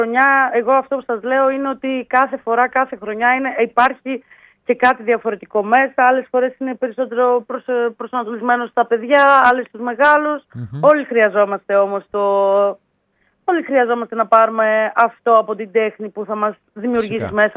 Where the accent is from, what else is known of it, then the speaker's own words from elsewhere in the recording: Samothrace, East Macedonia and Thrace, Greece; για να μην ξεχνάμε ότι είμαστε και από τη Σαμοθράκη